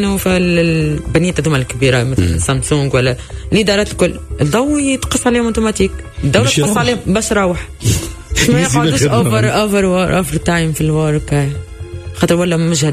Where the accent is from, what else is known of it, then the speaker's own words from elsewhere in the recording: Tunisia; moved away as an adult; now in South Korea; انا كتونسيه معناها كتونسيه